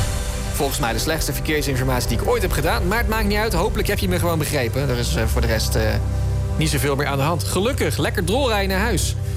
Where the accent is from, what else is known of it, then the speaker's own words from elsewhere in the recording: Netherlands; ook ik blijf gewoon een Nederlander met meer rechtvaardigheidsgevoel dan een rechter in de rechtbank.